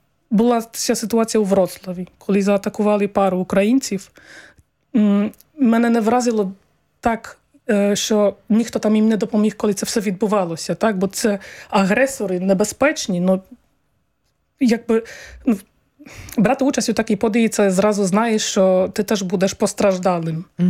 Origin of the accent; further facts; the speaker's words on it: Poland; ми як поляки, хочемо довести, що ми ті самі люди, які прийняли мільйони українців на початку повномасштабної війни